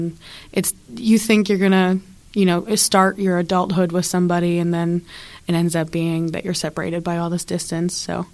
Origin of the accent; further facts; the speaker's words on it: Dormont, Pennsylvania, United States; I'm actually from Pittsburgh. I grew up in Dormont, and then moved back from college, ended up going to Dormont again.